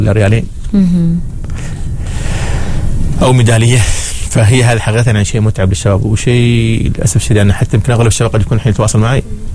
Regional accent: Oman; السباقات المحليه نحن عندنا في عمان

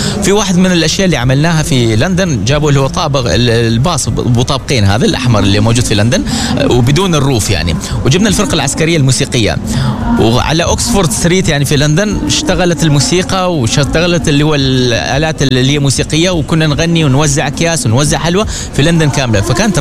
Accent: Oman

